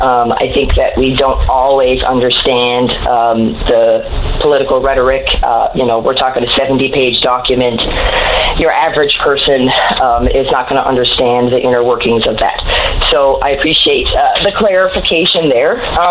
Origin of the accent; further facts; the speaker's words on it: Newfoundland and Labrador, Canada; I may never see the electricity bill that I deserve to see as a Newfoundlander.